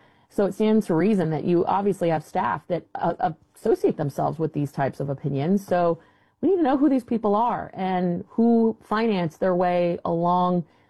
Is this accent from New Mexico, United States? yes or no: no; Florida, United States; in my home state of Florida